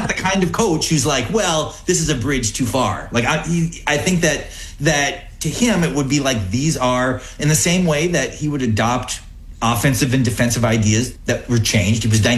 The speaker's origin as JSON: {"language": "English", "region": "North Dakota", "country": "United States", "tie": "born or raised there", "said": "I grew up in North Dakota"}